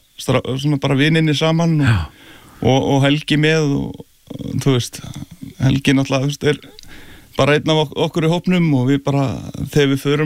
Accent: Reykjavík, Capital Region, Iceland; Já, ég ólst upp í Árbænum.

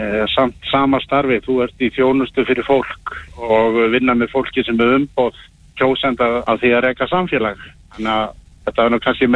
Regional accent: Hvalfjarðarsveit, Western Region, Iceland; Þetta mín heimasveit og ég hefði bara metnað fyrir því að fara og bjóða mig fram mína krafta í mínu heimasveit

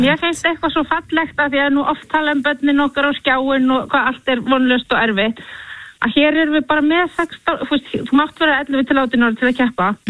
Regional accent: Kópavogur, Capital Region, Iceland; Ég nú bara aln upp í íþróttarhreyfingunni í Kópavogi í fimleikahreyfingunni hjá Gesplu

